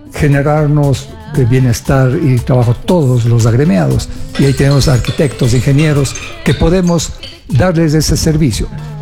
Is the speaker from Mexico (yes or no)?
no; Cuenca, Azuay, Ecuador